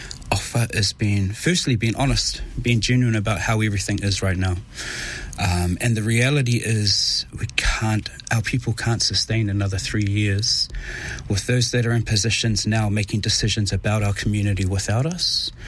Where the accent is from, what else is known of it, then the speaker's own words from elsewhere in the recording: Tonga; moved away; It was hot. It was beautiful, and we were happy as a child growing up within that space.